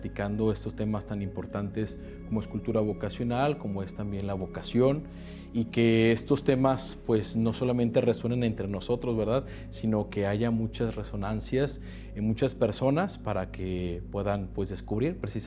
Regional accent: Guadalajara, Jalisco, Mexico; originario de aquí de Guadalajara, Jalisco, muy orgulloso de mi tierra.

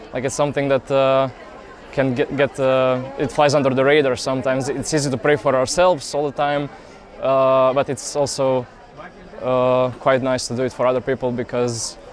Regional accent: Pula, Istria County, Croatia; now in Denmark; I'm originally from Croatia, from Pula, but I've been studying in Denmark for the last couple of years, so this is my little holiday, actually.

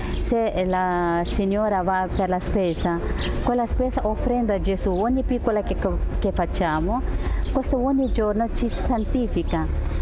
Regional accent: India; moved away as an adult; now in Italy; vengo dall'India, appartengo alla congregazione di figlie di San Camillo. E qua in Italia da 12 anni, 18 anni.

